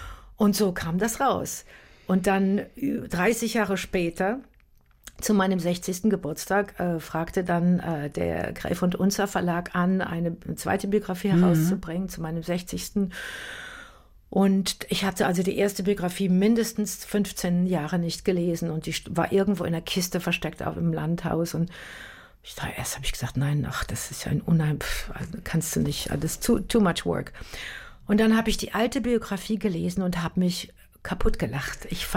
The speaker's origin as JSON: {"language": "German", "town": "Münster", "region": "North Rhine-Westphalia", "country": "Germany", "tie": "born or raised there", "said": "Und wir waren in diesem Theater in Münster, meiner Heimatstadt"}